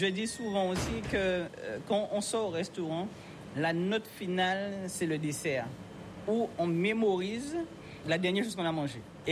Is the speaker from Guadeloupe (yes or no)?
yes; Guadeloupe; Moi, en tant que Guadeloupéenne, c'est les couleurs.